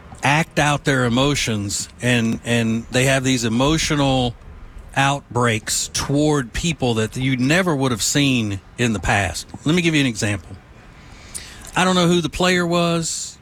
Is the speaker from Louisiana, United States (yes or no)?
yes; Louisiana, United States; I am a huge LSU fan because I was raised in Louisiana.